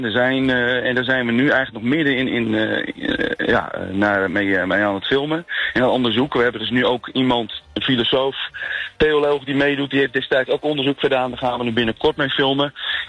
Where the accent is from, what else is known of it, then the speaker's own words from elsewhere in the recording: Friesland, Netherlands; Nou ja, om als Fries, dan mede Friese te spreken.